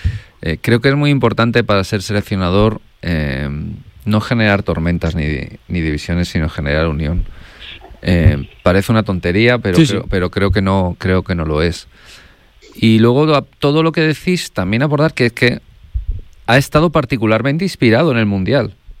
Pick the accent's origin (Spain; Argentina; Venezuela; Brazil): Spain; porque somos así los españoles